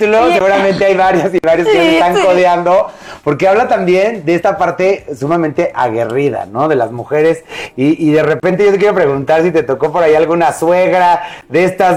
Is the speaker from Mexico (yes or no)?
yes; Mexico; acá, claro, en nuestro país.